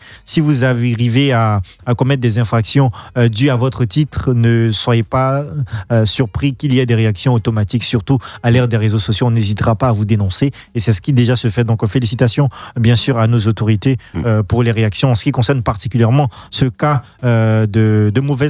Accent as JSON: {"language": "French", "country": "Côte d’Ivoire", "said": "en tant qu'Ivoirien sensibilisé, en tant qu'Ivoirien émergent"}